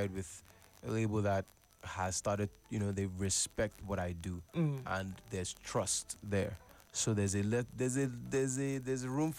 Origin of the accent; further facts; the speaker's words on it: Nigeria; I feel like anybody who listens to … will get a sense that I'm from Africa, and if you're from Africa, you might get a sense I'm from Nigeria if you listen to the album.